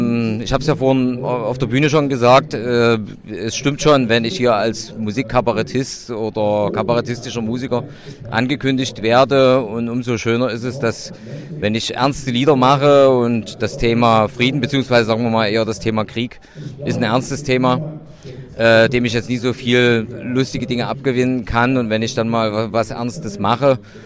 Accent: Dresden, Saxony, Germany; ich komme aus Dresden.

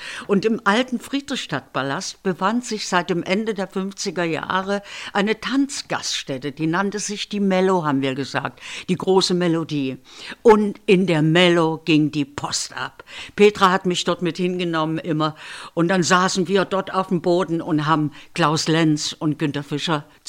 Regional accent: Zwickau, Saxony, Germany; now in Berlin, Germany; Heinz Quermann hat mich in meiner Heimatstadt Zwickau entdeckt.

